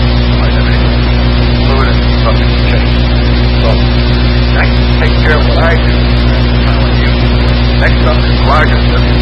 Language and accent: English; Florida, United States; I came from Florida, and I'm trying to remember now.